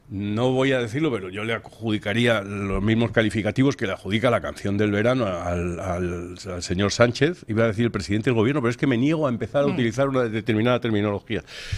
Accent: Spain; para mí, como español

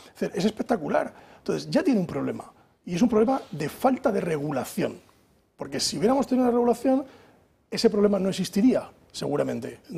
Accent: Castile and León, Spain; yo que soy de Castilla y León

